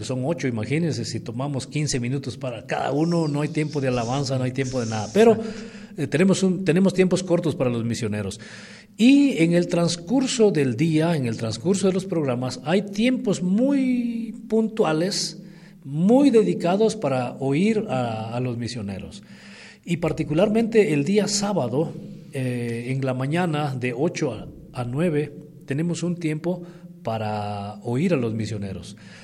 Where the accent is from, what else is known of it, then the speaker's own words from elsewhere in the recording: Guatemala; Tal vez porque vinimos de un tema, de un contexto de sufrimiento, de guerra, de todo eso. Entonces el guatemalteco se acomoda.